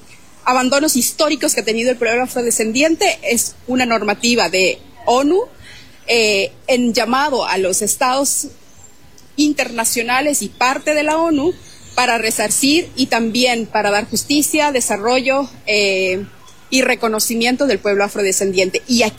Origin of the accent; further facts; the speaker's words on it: Ecuador; que hay que seguirnos reconociendo como un pueblo intercultural, plurinacional, que es la riqueza mayor que tenemos como ecuatorianos.